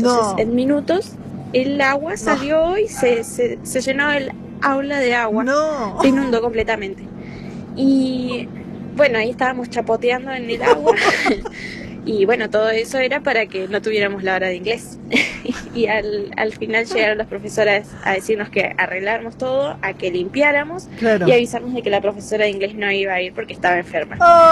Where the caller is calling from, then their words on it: Lago Puelo, Chubut, Argentina; de Lago Puelo